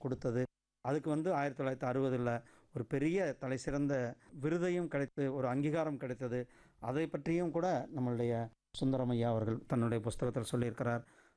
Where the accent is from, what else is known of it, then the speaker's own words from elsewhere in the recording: Namakkal, Tamil Nadu, India; ஏன்னா அவர் சேலத்துக்காரர், இவர் கோயம்புத்தூர்காரர், நான் நாமக்கல்காரர்.